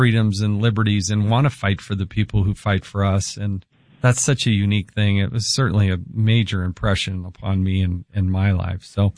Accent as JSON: {"language": "English", "region": "Utah", "country": "United States", "said": "I'm from Utah."}